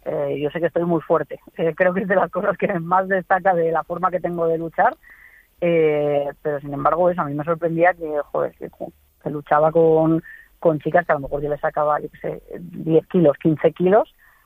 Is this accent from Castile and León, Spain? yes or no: no; Madrid, Community of Madrid, Spain; yo soy de Madrid